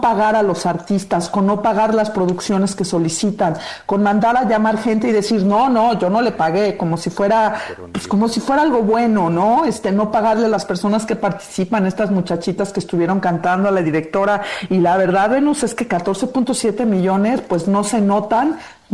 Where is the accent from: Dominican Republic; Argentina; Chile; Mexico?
Mexico; yo soy mujer y soy mexicana